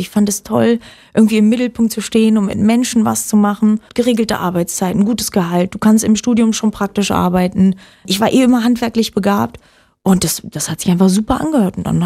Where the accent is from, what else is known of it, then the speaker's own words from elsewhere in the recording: Oranienburg, Brandenburg, Germany; born there; Also ich bin in Oranienburg geboren und bin dann mit 10 auf ein Sportinternat gegangen.